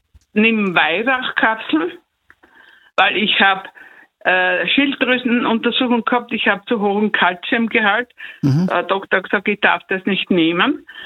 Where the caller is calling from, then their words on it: Styria, Austria; Grüß Gott, ich bin aus der Steiermark, ich bin jetzt 80 Jahre alt.